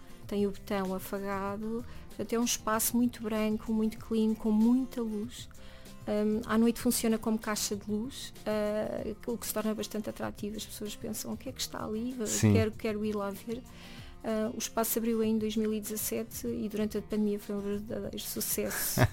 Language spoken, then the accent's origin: Portuguese; Leiria, Portugal; Nós estamos entre a serra e o mar, temos Fátima por perto também